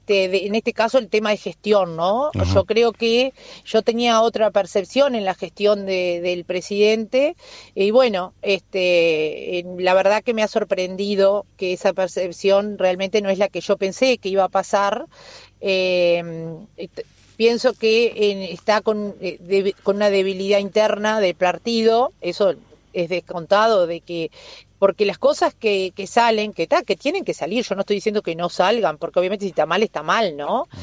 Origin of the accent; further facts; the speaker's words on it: Uruguay; como uruguaya te diría que nos genera una profunda tristeza porque nuestro país siempre se caracterizó a lo largo de los años por buenos gobiernos